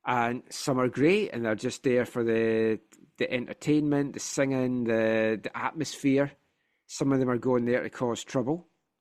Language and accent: English; Scotland, United Kingdom; Never coins because we're Scottish and we don't throw money away.